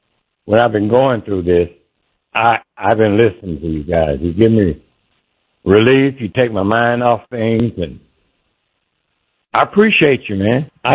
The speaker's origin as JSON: {"language": "English", "region": "Mississippi", "country": "United States", "moved": "yes", "lives_now": "Indianapolis, United States", "said": "I moved to Indianapolis in 1968. I was so proud from Mississippi to have a professional basketball team"}